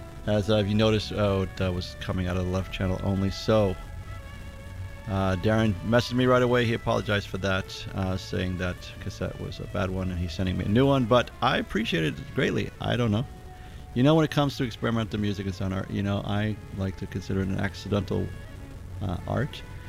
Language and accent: English; New York, United States; I am from New York